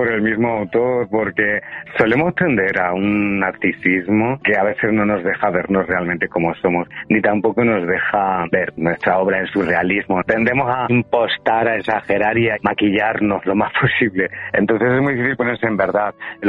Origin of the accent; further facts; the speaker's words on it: Granada, Andalusia, Spain; soy granadino